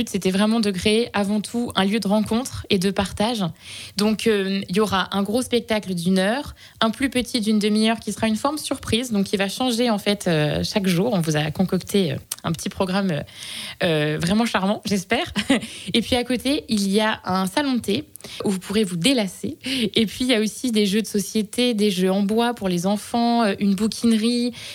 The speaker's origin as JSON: {"language": "French", "region": "Hauts-de-France", "country": "France", "moved": "yes", "lives_now": "Mayenne, France", "said": "On vient du sud de l'Oise à la base, justement à côté de la Mer de Sable, du parc d'attractions."}